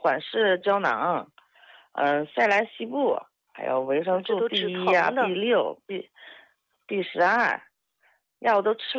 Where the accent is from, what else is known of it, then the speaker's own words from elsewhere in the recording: Weihai, Shandong, China; 我是刚刚从机关退下来的，我家是山东威海的。